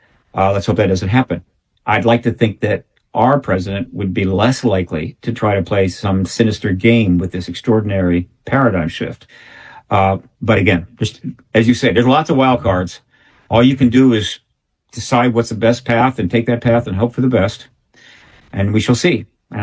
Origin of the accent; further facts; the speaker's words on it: United States; I am an American citizen. I tend to lean toward that.